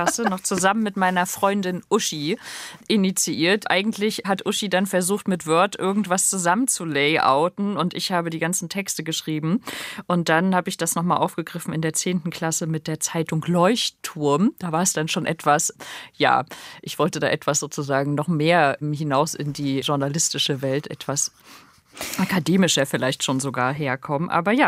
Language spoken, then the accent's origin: German; Rostock, Mecklenburg-Vorpommern, Germany; moved away as an adult; also born or lived in Cologne / Munich; ich bin ja auch aus dem Osten und ich bin ja nicht nur norddeutsch, sondern ich bin ja auch aus dem Osten, ich bin aus Rostock.